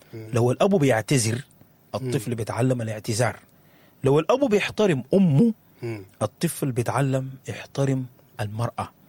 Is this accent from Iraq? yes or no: no; Sudan